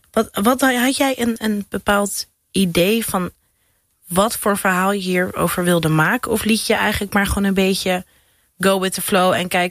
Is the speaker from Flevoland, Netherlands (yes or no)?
no; Amsterdam, North Holland, Netherlands; Ik kom ook uit Amsterdam, geen idee.